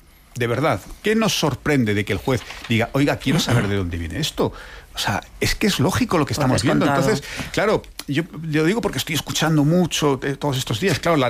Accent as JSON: {"language": "Spanish", "country": "Spain", "said": "porque yo como español no quiero que un expresidente de mi país esté investigado."}